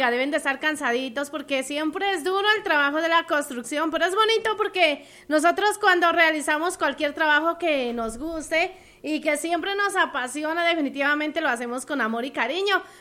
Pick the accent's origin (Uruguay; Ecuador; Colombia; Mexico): Colombia; El Tambo, Nariño; mi hermoso municipio del Tambo.